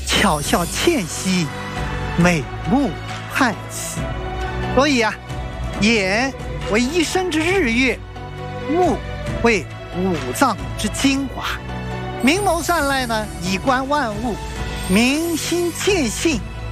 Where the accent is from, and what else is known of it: China